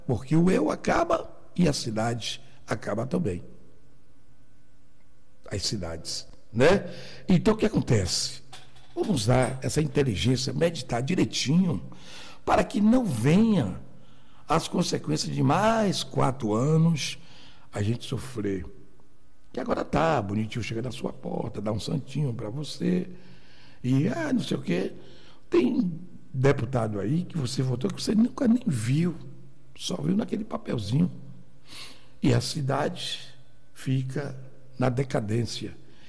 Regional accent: Brazil; nós somos brasileiros

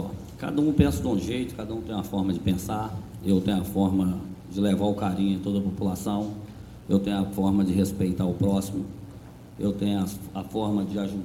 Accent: Rio Novo do Sul, Espírito Santo, Brazil; born there; now in Muniz Freire, Brazil; apesar de não ser daqui, sou de Rio Novo, nascido em Rio Novo do Sul, moro aqui, ganhei o título cidadão aqui

